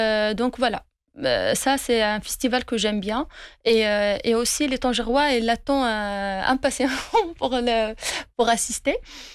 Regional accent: Morocco; C'est sûr, on est des Marocains quand même.

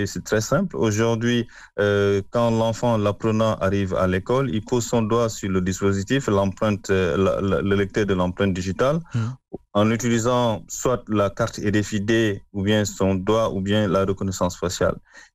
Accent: Senegal; j'en profite pour vous décrire un peu le taux de dépétition scolaire chez nous au Sénégal

